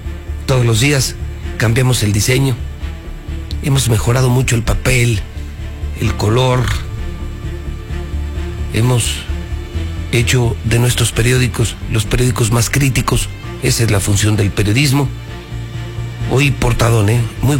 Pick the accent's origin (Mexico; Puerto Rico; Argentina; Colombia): Mexico